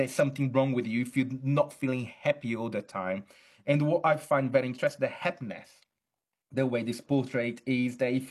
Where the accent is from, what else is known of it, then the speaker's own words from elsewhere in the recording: Brazil; English is a second language; now in Chichester, United Kingdom; I'm originally from Brazil, though I'm academic in at the University of Chichester in UK. I see a lot of that also in Brazil.